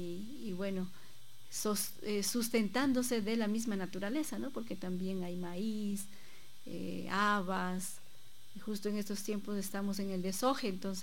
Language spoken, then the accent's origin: Spanish; Pujilí, Cotopaxi, Ecuador; born there; moved away; also born or lived in Aguarico; Yo nací en La Merced, ¿no? En La Merced, pero después mi papá ahora vive en Isinche Grande.